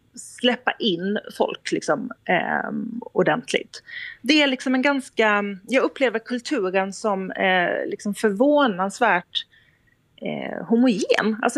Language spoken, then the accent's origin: Swedish; Sweden; moved away as an adult; now in Norway; Det är ju konstigt för mig som svensk